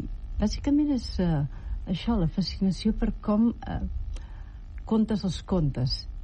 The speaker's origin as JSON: {"language": "Catalan", "town": "Argentona", "region": "Catalonia", "country": "Spain", "tie": "born or raised there", "said": "el Pep i jo compartim, que som d'Argentona, mm-hmm, som repicatruixes, mm-hmm, tots dos."}